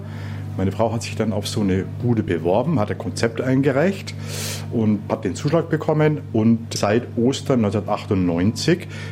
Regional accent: Bavaria, Germany; moved away as an adult; also born or lived in Garmisch-Partenkirchen; now in Heligoland, Germany; Natürlich gab es am Anfang so nach dem Motto, ein Bayer auf Rügen Teil 2 oder wie auch immer.

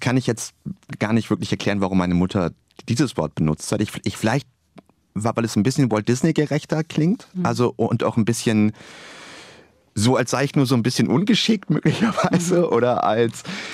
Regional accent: Bremerhaven, Bremen, Germany; moved away; Ich bin in Bremerhaven aufgewachsen. Ich habe da 20 Jahre meines Lebens gewohnt, an mehreren Orten dort.

